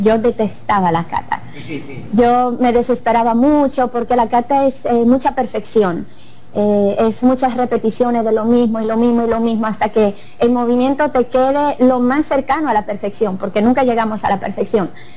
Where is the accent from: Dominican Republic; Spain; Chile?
Dominican Republic; Sosúa, Puerto Plata; Yo me crié en Sosúa